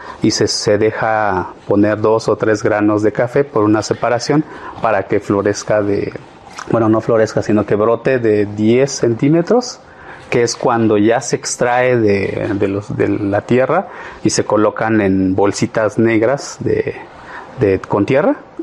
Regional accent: Tanetze de Zaragoza, Oaxaca, Mexico; provengo de la comunidad de Tanetze, Zaragoza, el lugar y en donde producimos y vivimos con el café.

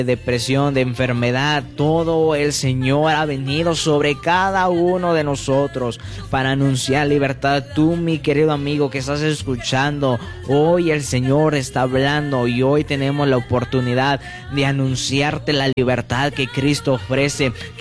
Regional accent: Mexico; porque somos mexicanos

